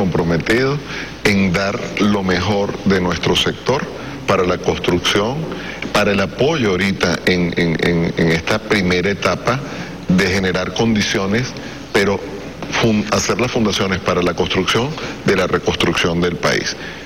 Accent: Venezuela; como venezolanos debemos debemos respaldar.

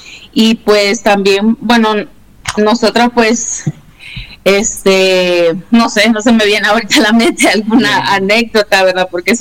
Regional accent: Nicaragua; born there; Con mi mamá, pues, fuimos exiliadas y yo nací en Nicaragua en el 85, ¿verdad? Yo tengo 41 años.

